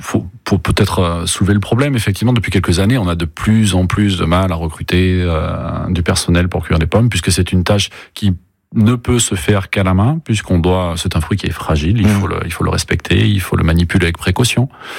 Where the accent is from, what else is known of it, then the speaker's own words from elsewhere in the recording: Nouvelle-Aquitaine, France; moi je suis de Saint-Sandrin à côté de Pompadour